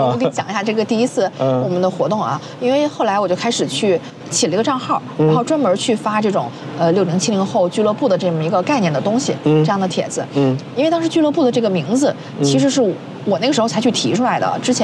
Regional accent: Beijing, China; 毕竟我自己土生土长的北京人，也30多年在北京了

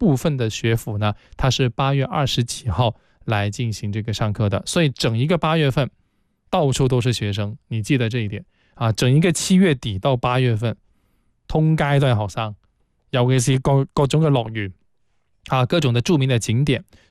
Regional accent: Guangdong, China

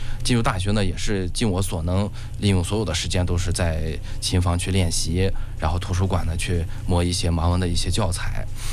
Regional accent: Ningxia, China

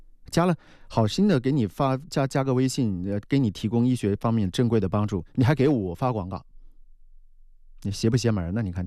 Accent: Wuhan, Hubei, China; 我们武汉人

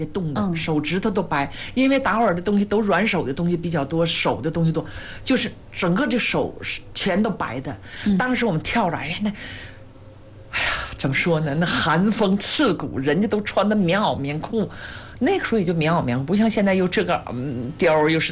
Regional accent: China; 我是喝纳闷江水长大的

